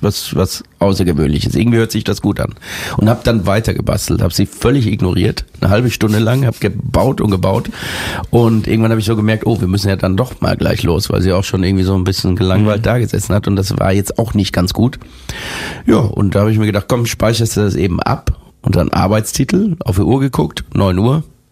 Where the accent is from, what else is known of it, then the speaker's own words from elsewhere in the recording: Germany; Wenn ich als Deutscher englische Texte schreibe